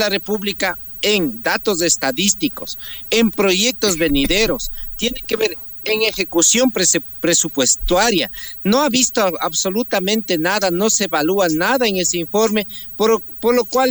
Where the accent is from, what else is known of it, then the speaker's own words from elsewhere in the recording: Ecuador; desde la comuna de Perapán, de donde soy yo.